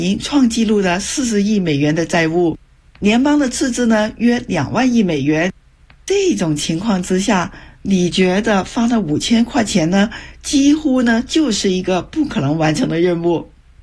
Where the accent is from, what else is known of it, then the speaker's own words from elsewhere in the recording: Canada; 而我们加拿大人呢需要做好准备